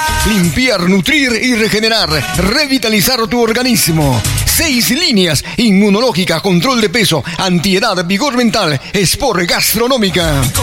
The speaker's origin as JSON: {"language": "Spanish", "country": "Peru", "said": "Eso somos pues los peruanos."}